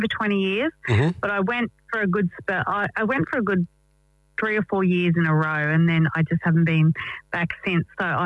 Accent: Ipswich, Queensland, Australia; in my hometown of Ipswich here in Queensland

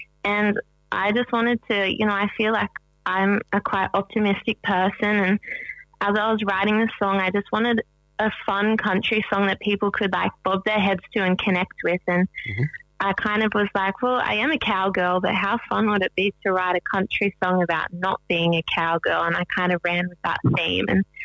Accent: Queensland, Australia; I wrote it in my hometown up in North Queensland.

